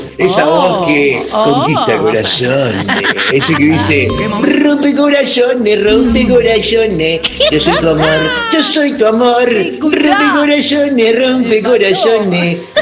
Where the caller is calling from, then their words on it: Ushuaia, Tierra del Fuego, Argentina; de acá de Tierra del Fuego, Ushuaia.